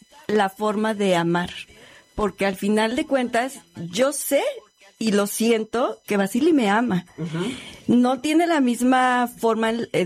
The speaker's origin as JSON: {"language": "Spanish", "country": "Mexico", "said": "Yo dije, él es ruso, pero yo soy mexicana."}